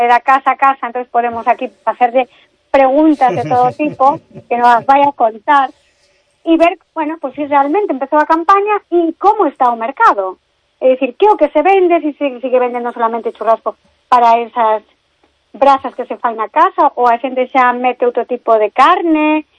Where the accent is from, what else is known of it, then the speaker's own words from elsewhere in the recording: Galicia, Spain; Son moi galega, non?